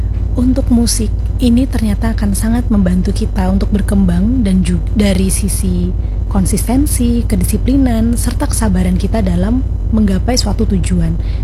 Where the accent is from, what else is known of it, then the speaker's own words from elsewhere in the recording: Banjarmasin, South Kalimantan, Indonesia; jadi harus hati-hati nih kita sebagai warga Banjar.